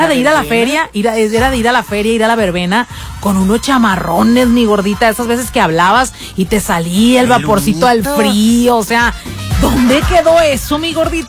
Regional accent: Culiacán, Sinaloa, Mexico; Somos culichis, somos sinaloenses.

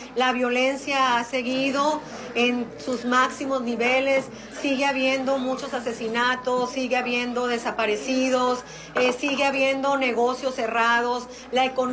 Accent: Sinaloa, Mexico

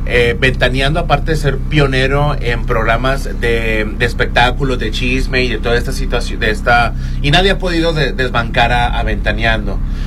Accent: Mexico; los que somos mexicanos

